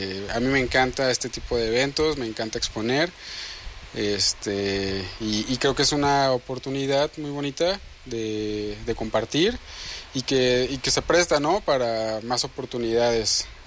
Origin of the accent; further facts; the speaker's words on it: Autlán, Jalisco, Mexico; also born or lived in Guadalajara; now in El Grullo, Mexico; Nací en Guadalajara, crecí en Autlán y actualmente vivo en el Grullo.